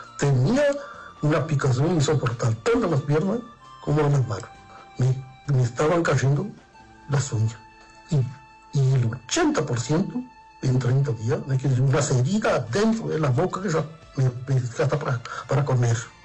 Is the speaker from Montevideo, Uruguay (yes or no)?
no; Pueblo Fernández, Salto, Uruguay; moved away; Yo, bueno, soy nacido y criado en Pueblo Fernández, pero hoy vivo en Franquiers.